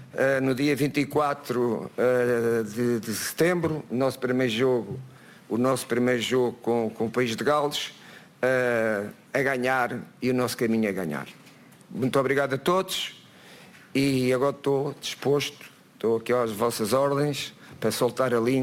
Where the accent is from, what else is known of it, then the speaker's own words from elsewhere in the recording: Portugal; portugueses, dentro e fora do nosso país, de certeza que nos encheram de vaidade o nosso coração, como português.